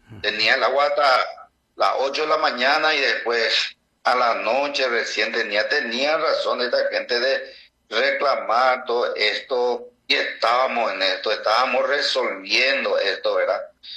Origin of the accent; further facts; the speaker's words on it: Pirayú, Paraguarí, Paraguay; Yo soy de Pirayú, le quiero mucho a mi ciudad, siempre he cuidado mucho Pirayú.